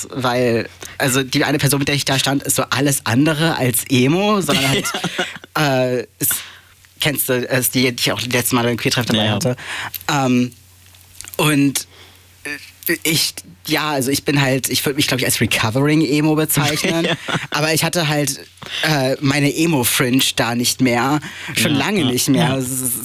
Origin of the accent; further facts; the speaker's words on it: Hamburg, Germany; Ich komme ja eigentlich aus der Ecke Harburg.